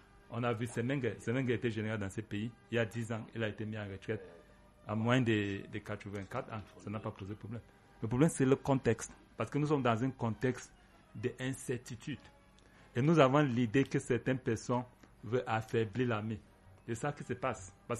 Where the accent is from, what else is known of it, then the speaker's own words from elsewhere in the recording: Cameroon; J'ai dit que je suis Camerounais